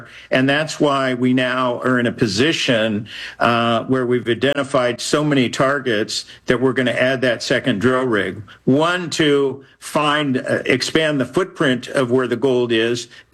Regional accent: United States; now in Canada; other than me being American, the company is really all Canadian.

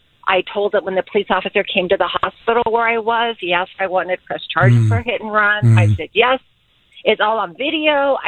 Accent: Arizona, United States; now in El Dorado Hills, United States; Because I'm from Arizona, born and raised. I moved to El Dorado Hills about 14 years ago

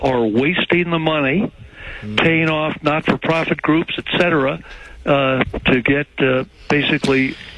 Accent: New City, New York, United States; now in Massachusetts, United States; I'm originally from Rockland County in New City. So I've been listening to you.

